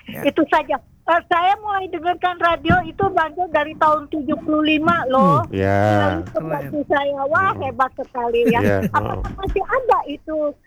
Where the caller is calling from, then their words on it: West Java, Indonesia; dari Jawa Barat.